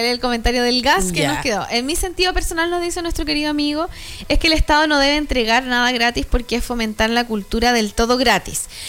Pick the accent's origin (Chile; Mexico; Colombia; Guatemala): Chile; Que somos chilenos, yo creo que ese es el gran problema.